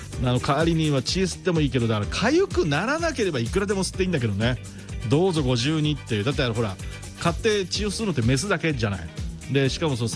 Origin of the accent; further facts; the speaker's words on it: Tochigi, Japan; now in Mito, Japan; 茨城で生まれ育ちましたからやっぱね私は栃木海なし県と違って、